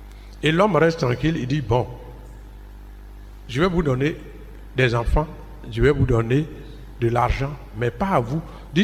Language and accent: French; Bongouanou, Côte d’Ivoire; ma ville natale, à Bangouanou